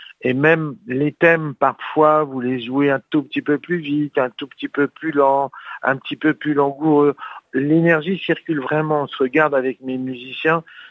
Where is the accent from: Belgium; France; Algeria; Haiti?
France; Lyon, Auvergne-Rhône-Alpes; born there; moi je suis né à Lyon